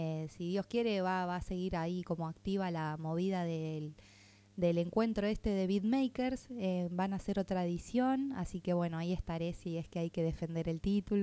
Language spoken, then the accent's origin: Spanish; Nueva Atlantis, Buenos Aires Province, Argentina; soy del Partido de la Costa, soy de Nueva Atlantis